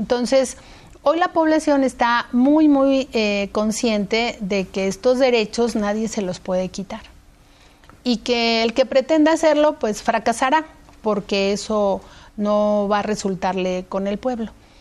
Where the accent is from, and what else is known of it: Iztapalapa, Mexico City, Mexico